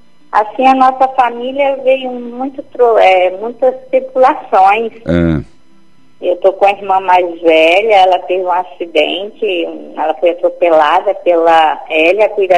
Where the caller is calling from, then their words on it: Fundão, Espírito Santo, Brazil; Eu falo de Fundão, Espírito Santo.